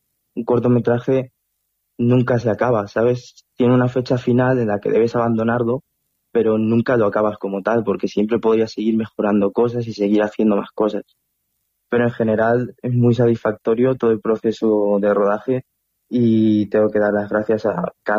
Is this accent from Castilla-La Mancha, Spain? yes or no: yes; Tomelloso, Castilla-La Mancha, Spain; Tenemos uno en Tomelloso, en mi pueblo